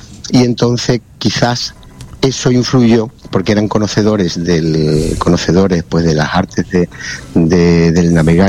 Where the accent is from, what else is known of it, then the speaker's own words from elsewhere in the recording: Extremadura, Spain; now in Huelva, Spain; Yo personalmente soy extremeño, pero vivo en Huelva desde hace muchísimos años